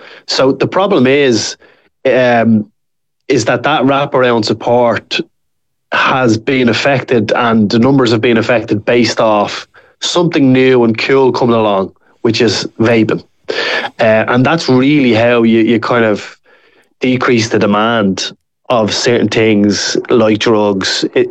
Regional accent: Ireland; as Irish people.

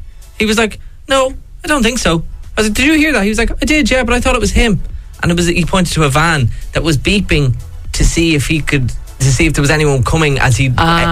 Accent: Drogheda, County Louth, Ireland; Now, see, I grew up in Drogheda, so I was also surrounded by guards.

